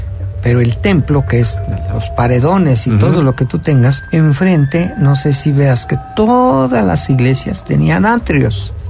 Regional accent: Mexico; Porque somos mexicanos.

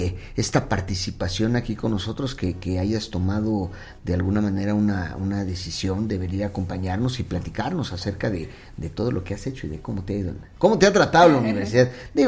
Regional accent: Huauchinango, Puebla, Mexico; Yo soy de aquí de Huauchinango, me tocó irme de Huauchinango a la ciudad de Pachuca a estudiar una carrera profesional

